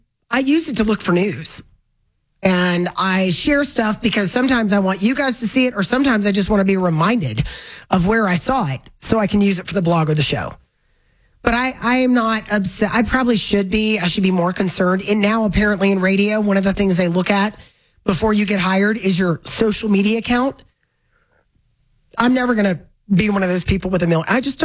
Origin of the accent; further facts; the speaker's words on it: Florida, United States; growing up in Florida